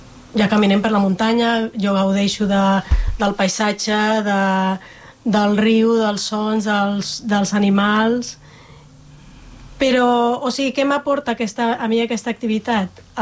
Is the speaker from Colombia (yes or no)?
yes; Colombia; Catalan is a second language; now in Catalonia, Spain; I jo sóc de Colòmbia i porto, ara al setembre farà 30 anys que sóc a Catalunya, i en aquests 30 anys els he viscut tots a muntanya.